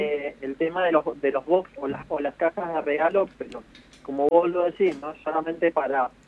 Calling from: Mendoza, Argentina

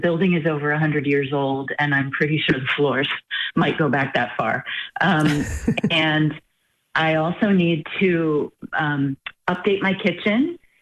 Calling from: Chicago, Illinois, United States; I'm calling from Chicago, Illinois.

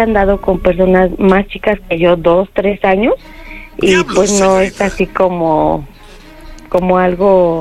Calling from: Mexico City, Mexico; De Coyoacán.

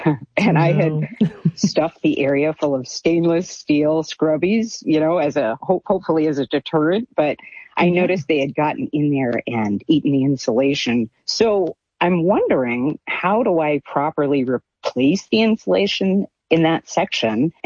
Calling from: Harvard, Massachusetts, United States; from Harvard, Massachusetts.

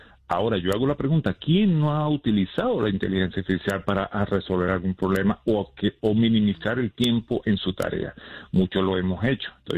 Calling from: Miami, Florida, United States; Estoy aquí cerquita de ti, aquí en Miami.

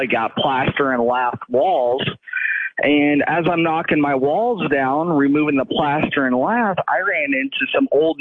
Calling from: Lincoln, Nebraska, United States; Lincoln, Nebraska.

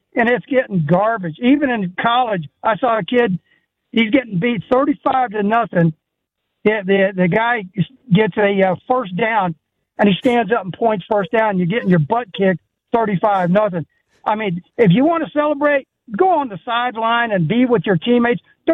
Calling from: Florida, United States; I'm calling from Florida, and the storm will, you know, kind of miss us a little bit.

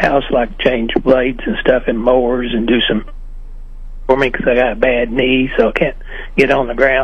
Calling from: Missouri, United States; I was calling from Gillen, Missouri

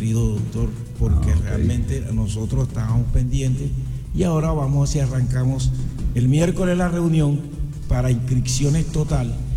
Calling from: Cartagena, Bolívar, Colombia; Yo soy el presidente de la Junta de Vivienda de Fredonia

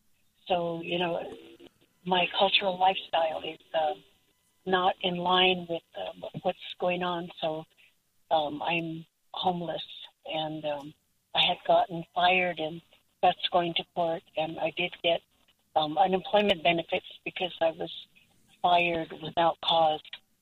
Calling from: Albuquerque, New Mexico, United States

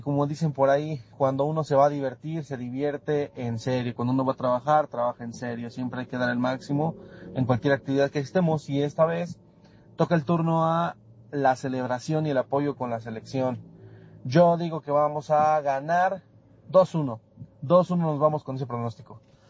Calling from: Huehuetoca, State of Mexico, Mexico; Soy de Huehuetoca, Estado de México.

